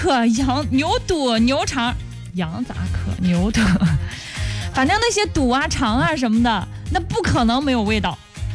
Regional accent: Henan, China; 咱们河南人

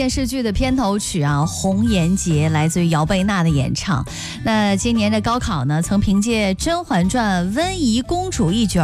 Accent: Henan, China; 我们河南人

